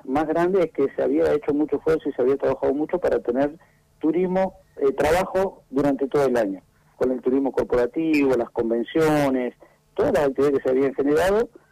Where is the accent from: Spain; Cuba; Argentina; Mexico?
Argentina; Yo me crié de chico estuve en la calle Albarracín y Juan B. Justo.